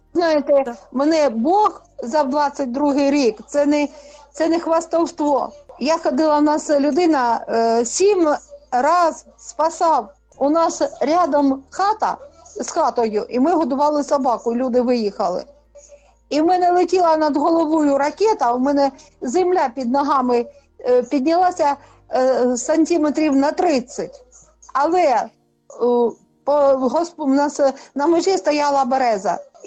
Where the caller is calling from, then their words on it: Kharkiv Oblast, Ukraine; Із Харківщини.